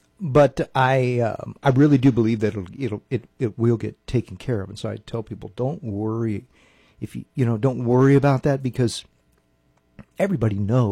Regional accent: Eureka, California, United States; I did. I grew up in Eureka.

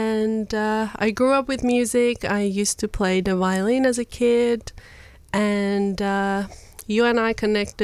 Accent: Iran; moved away as an adult; now in Melbourne, Australia; I am from Iran originally.

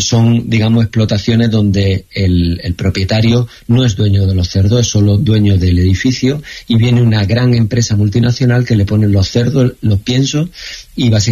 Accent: Jaén, Andalusia, Spain; Y para que se entienda, soy de Jaén y de familia que ha trabajado el campo, ¿no?

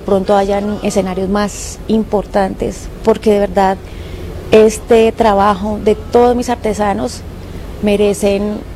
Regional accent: Colombia; para mostrar la verdadera cara de lo que somos de quiénes somos los colombianos.

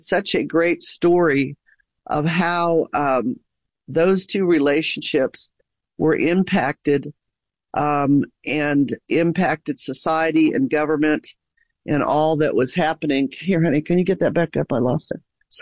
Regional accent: Ohio, United States; also born or lived in Massachusetts / Oklahoma; I know when I was raised in Ohio, born in Massachusetts, raised in Ohio. But then when I went off to college, I came down to Oklahoma and we never went back.

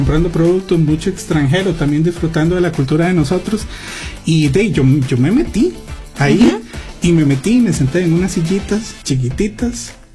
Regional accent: Costa Rica

